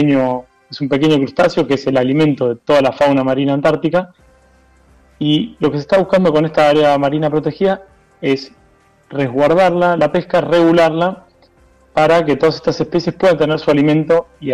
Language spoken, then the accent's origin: Spanish; Buenos Aires Province, Argentina; De las afueras de Buenos Aires.